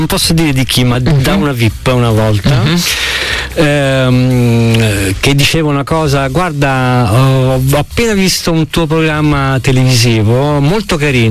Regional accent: Naples, Campania, Italy; da napoletano prima o poi ti non scappi.

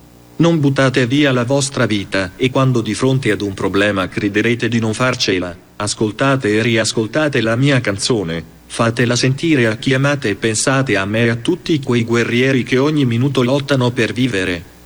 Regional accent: Sardinia, Italy; born there; ho 22 anni, sono nato in Sardegna

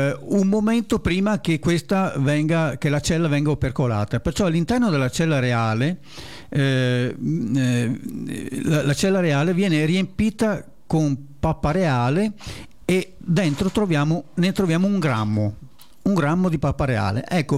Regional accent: Lusia, Veneto, Italy; Questo succede anche succedeva anche dalle mie parti. Lusia

